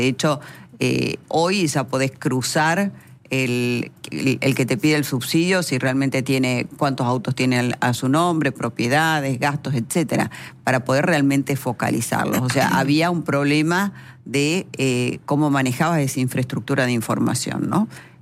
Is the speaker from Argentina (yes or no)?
yes; Salta, Argentina; Ustedes saben que yo soy de Salta, sí.